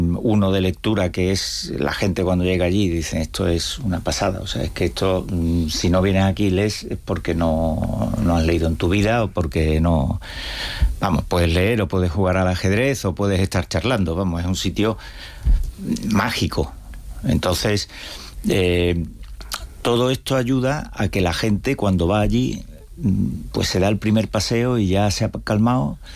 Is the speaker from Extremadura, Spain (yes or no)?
no; Seville, Andalusia, Spain; moved away as an adult; now in Cantabria, Spain; yo, mi acento me denuncia y soy y he vivido toda mi vida en Sevilla, pero nací en Cantabria, y porque he veraneado siempre en Cantabria